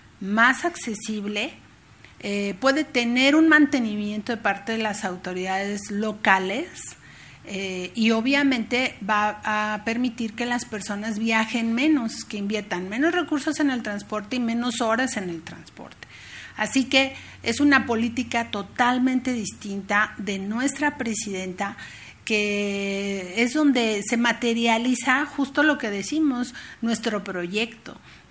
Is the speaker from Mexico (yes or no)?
yes; Mexico City, Mexico; somos aquí chilangos nosotros también